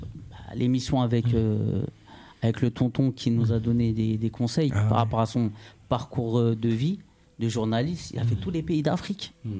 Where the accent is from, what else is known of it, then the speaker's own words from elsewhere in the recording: Trappes, Île-de-France, France; parce que je viens de Trappe